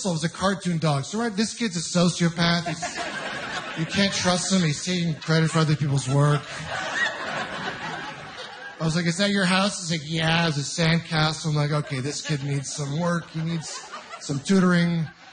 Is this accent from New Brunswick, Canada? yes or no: no; Ontario, Canada; I'm originally from Ontario, and I've got a lot of friends that have been popping out kids in the last few years.